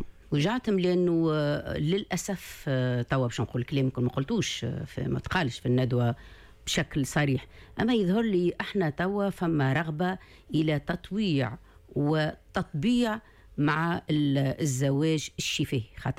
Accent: Tunisia

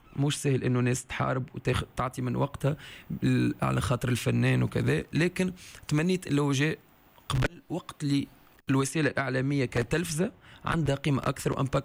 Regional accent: Tunisia

